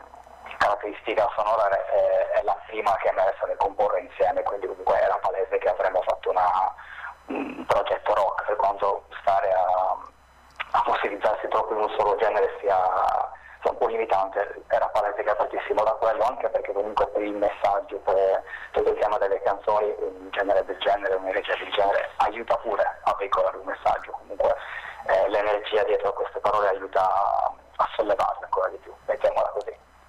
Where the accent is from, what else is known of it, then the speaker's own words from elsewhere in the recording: Sardinia, Italy; now in Turin, Italy; io sono l'unico che non è propriamente della città, sono arrivato dalla Sardegna.